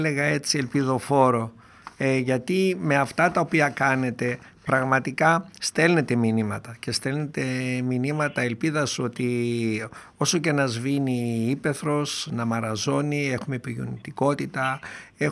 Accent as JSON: {"language": "Greek", "town": "Doirani", "region": "Central Macedonia", "country": "Greece", "tie": "born or raised there", "moved": "yes", "said": "τα έχω ζήσει ως παιδί στο χωριό μου στη Δοϊράνη"}